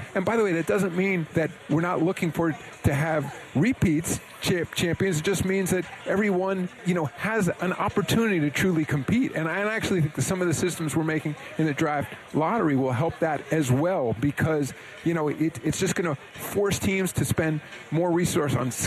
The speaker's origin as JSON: {"language": "English", "region": "New York", "country": "United States", "said": "I'm a New Yorker"}